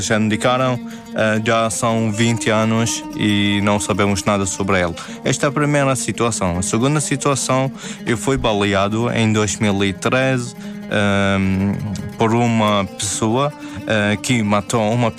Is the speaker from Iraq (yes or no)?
yes; Iraq; moved away